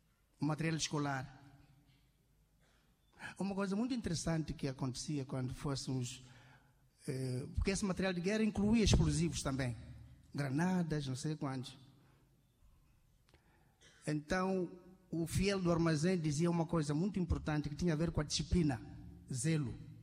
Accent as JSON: {"language": "Portuguese", "town": "Mueda", "region": "Cabo Delgado", "country": "Mozambique", "tie": "born or raised there", "said": "sou natural de Moeda. Há uma aldeia que se chama Mikalale, no posto administrativo de Mboa."}